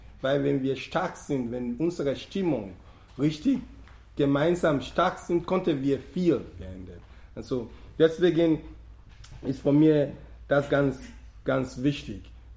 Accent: Nigeria; born there; German is a second language; Nigeria ist ein Land, wo ich geboren bin. Ich kenne die Struktur, ich kenne das System.

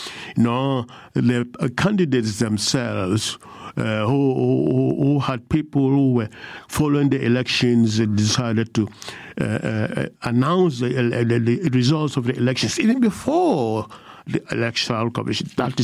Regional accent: Ghana; I just have to mention it, of course, because I come from Ghana.

